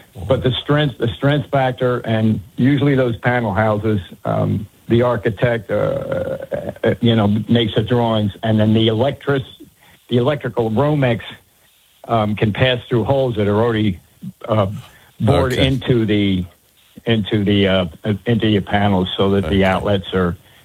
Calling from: Montana, United States; I'm calling you from Montana

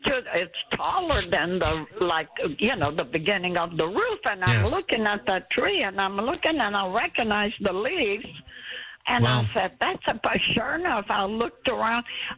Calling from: Victoria, Texas, United States; I'm calling from Victoria. I'm the little old 95-year-old

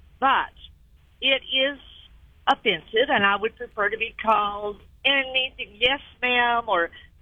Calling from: North Carolina, United States; I'm from Western North Carolina

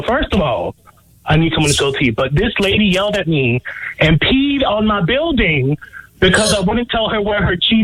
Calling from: New York, United States; I'm from New York.

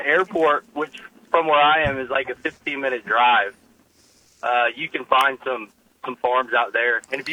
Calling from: Lexington, Kentucky, United States; Hey, I'm from Kentucky

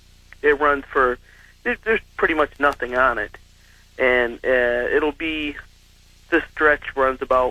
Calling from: Port Huron, Michigan, United States; I'm calling from Port Huron.

